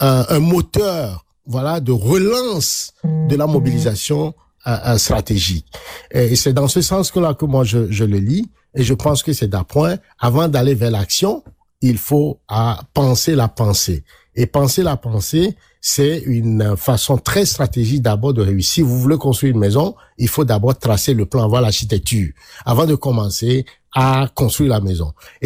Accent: Togo; comment, en tant que Togolais, on va réfléchir sur nous-mêmes

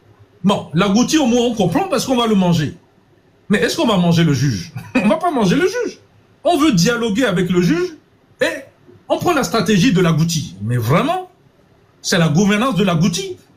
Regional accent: Togo; je suis noir, togolais et je viens du Togo.

